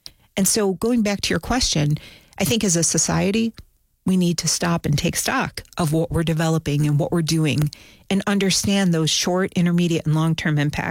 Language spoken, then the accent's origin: English; New York, United States; as a child growing up on Cayuga Creek, which rings the Love Canal area, I witnessed many of these things unfolding